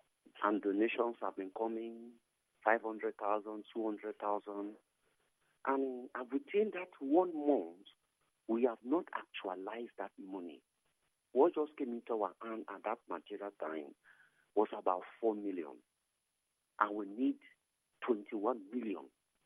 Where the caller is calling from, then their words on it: Port Harcourt, Rivers, Nigeria; I'm calling you from Port Harcourt.